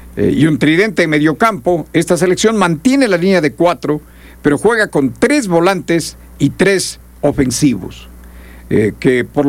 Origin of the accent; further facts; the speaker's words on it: Ecuador; los ecuatorianos festejamos